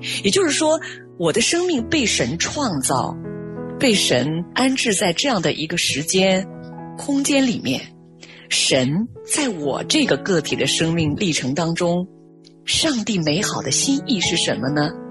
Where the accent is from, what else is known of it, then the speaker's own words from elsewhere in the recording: China; 那个时候我是生活在中国内陆的一个很小的一个城市里，在几十年前呢那个城市经济也不发达，交通也不是很便利，所以呢我基本上是在一个相对封闭的这么一个城市环境中长大